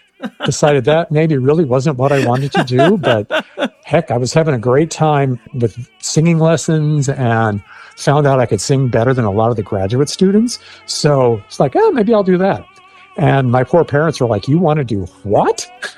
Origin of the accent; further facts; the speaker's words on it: Tulsa, Oklahoma, United States; I grew up in Tulsa